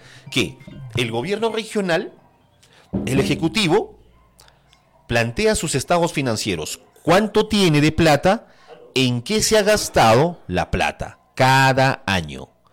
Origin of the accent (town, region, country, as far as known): Ayacucho, Peru